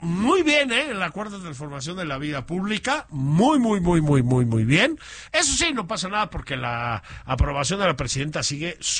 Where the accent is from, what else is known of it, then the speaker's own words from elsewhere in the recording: Mexico City, Mexico; Porque somos chilangos, pero nos importa todo el país. Somos mexicanos, ¿no? Somos... La patria chica es Chilanga, pero la patria grande es México